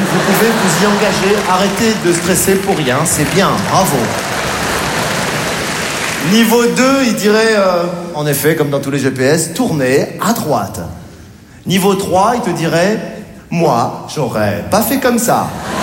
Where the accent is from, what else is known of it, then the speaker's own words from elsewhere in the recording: Morocco; born there; Je suis né au Maroc. Ce qui est bien quand t'es marocain, quand tu vas aux States...